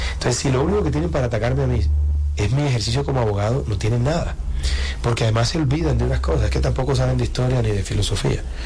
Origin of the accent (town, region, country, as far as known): Barranquilla, Atlántico, Colombia; also born or lived in Bogotá